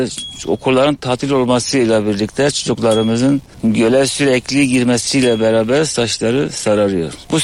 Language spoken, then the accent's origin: Turkish; Van, Turkey; biz de Van Gölü kıyısında yaşadığımız için